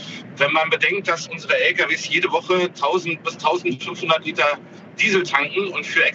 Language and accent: German; Gerbstedt, Saxony-Anhalt, Germany